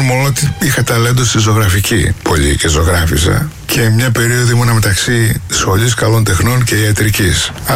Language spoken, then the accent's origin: Greek; Patras, Western Greece, Greece; born there; Γεννήθηκα στην Πάτρα.